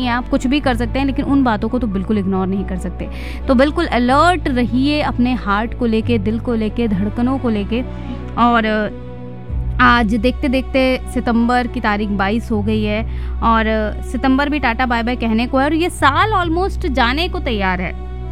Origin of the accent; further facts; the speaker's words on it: Uttar Pradesh, India; हम लोग के यहाँ भी यूपी में क्या होता है, जब कोई नई फसल करती है तो नया होता है